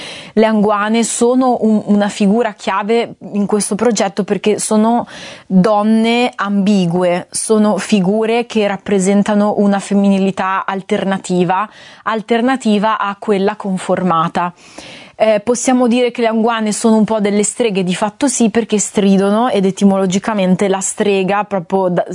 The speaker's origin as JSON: {"language": "Italian", "region": "Friuli-Venezia Giulia", "country": "Italy", "said": "cantautrice anche lei più o meno delle mie parti, friulana"}